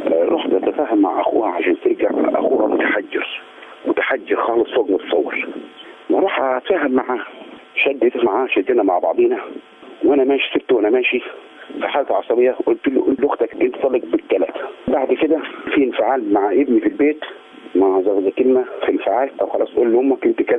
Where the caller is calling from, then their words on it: Asyut, Asyut Governorate, Egypt; السلام عليكم، أنا من أسيوط